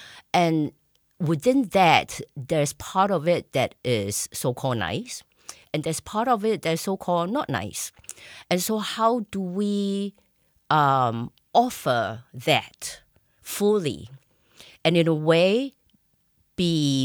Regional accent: Singapore; now in Graz, Austria; I'm originally from Singapore, and but right now, I always like to say my kitchen is in Graz, meaning, you know, basically my home is in Graz.

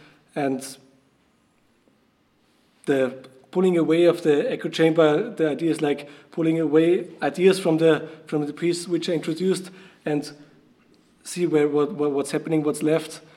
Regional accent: Salzburg, Austria; I come from Salzburg.

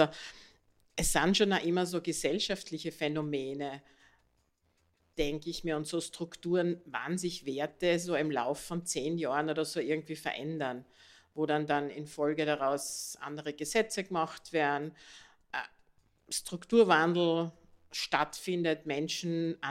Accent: Austria; dass wir quasi als Österreicher gedacht haben

